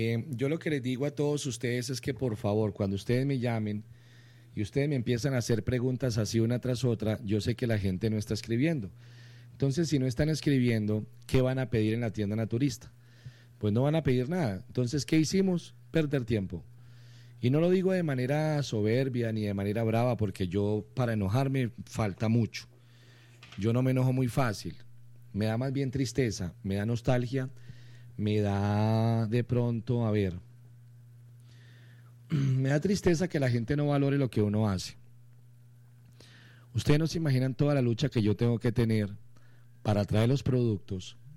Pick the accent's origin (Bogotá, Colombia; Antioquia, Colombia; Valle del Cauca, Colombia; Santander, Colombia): Santander, Colombia; Yo soy santandereano